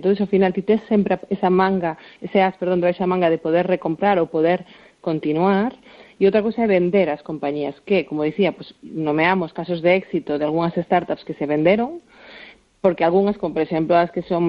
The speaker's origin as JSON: {"language": "Galician", "region": "Galicia", "country": "Spain", "said": "Pero a nivel galega, como galega falando"}